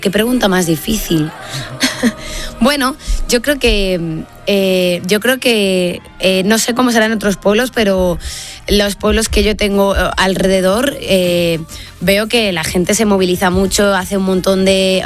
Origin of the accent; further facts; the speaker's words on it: Segovia, Castile and León, Spain; he estado en la fiesta de mi pueblo, en el pregón, y es verdad que se abrió y se cerró con esta, pero claro, yo soy de allí